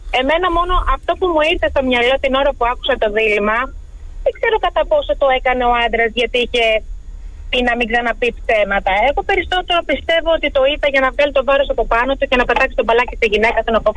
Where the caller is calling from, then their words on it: Varda, Western Greece, Greece; Τηλεφωνώ από Βάρδα.